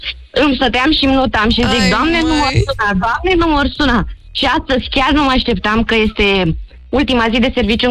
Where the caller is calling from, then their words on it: Slatina, Olt County, Romania; Sunt din Slatina, județul Olt.